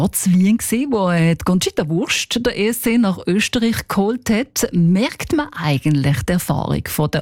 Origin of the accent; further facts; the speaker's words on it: Basel, Basel-Stadt, Switzerland; als Baslerin